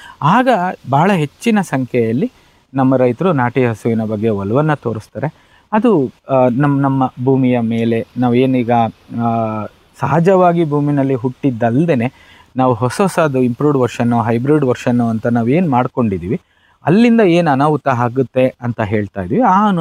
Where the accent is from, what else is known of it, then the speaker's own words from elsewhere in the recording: Mysore, Karnataka, India; ಅಂದರೆ ನನ್ನ ಊರು ಈಗ ಮೈಸೂರಲ್ಲಿದೆ, ಮೈಸೂರು ಸುತ್ತಮುತ್ತ ಇರೋವಂಥ ಏನು ಹಸುಗಳಿದೆ